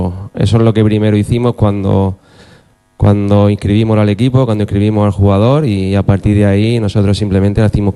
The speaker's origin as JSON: {"language": "Spanish", "region": "Region of Murcia", "country": "Spain", "said": "Hombre, como murciano y murcianista"}